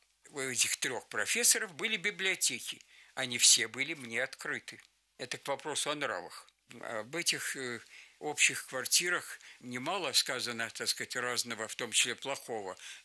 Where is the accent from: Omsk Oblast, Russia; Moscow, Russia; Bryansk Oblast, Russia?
Moscow, Russia; born there; Я родился в Москве.